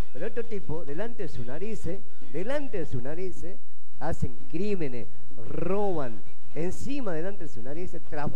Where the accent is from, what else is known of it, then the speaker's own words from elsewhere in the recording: Argentina; yo soy un hombre argentino, serví a mi patria, fui instruido militarmente, intelectualmente, estudié